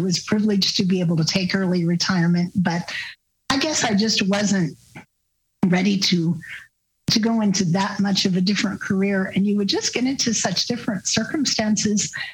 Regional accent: Wichita, Kansas, United States; moved away as an adult; also born or lived in Manhattan, Kansas; now in Kansas City, United States; I grew up in Wichita, Kansas, and then moved to Manhattan later.

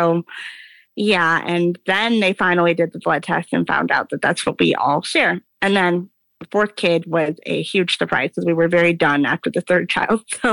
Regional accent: Michigan, United States; now in Texas, United States; I am originally from Michigan, but I live in Texas now, like northern rural Texas, close to the Oklahoma border.

